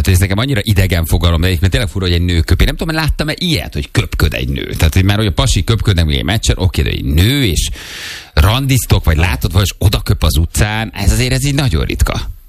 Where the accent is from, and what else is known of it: Nyíregyháza, Szabolcs-Szatmár-Bereg, Hungary